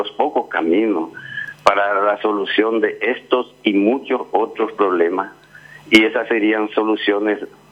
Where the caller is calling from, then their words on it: Concepción, Paraguay; le estoy llamando de Concepción.